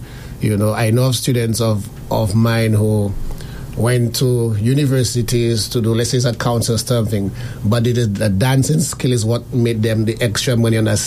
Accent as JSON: {"language": "English", "region": "Castries", "country": "St. Lucia", "tie": "born or raised there", "said": "I'm from East Castries, I'm Marshall area, mm-hmm. Bishop's Gap."}